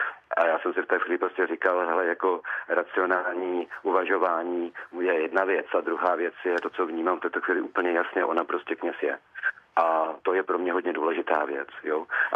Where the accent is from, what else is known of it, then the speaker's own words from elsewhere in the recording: Brno, South Moravian Region, Czechia; jsem rodilý Brňák